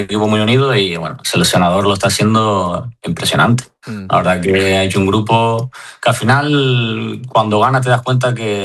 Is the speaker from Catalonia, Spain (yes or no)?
no; Arguineguín, Canary Islands, Spain; now in Madrid, Spain; Ahora sí que estuve en verano en mi pueblo, en Arguineguilla